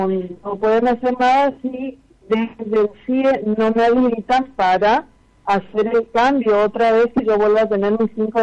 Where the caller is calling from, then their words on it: Resistencia, Chaco, Argentina; Yo soy docente, soy de acá de Resistencia.